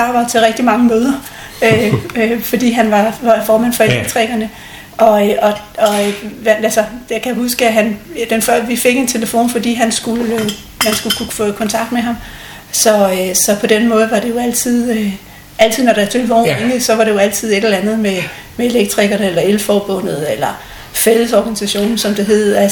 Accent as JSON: {"language": "Danish", "town": "Nakskov", "region": "Zealand", "country": "Denmark", "tie": "born or raised there", "lives_now": "Rødovre, Denmark", "said": "Jeg er født i Nakskov, på Nakskov sygehus."}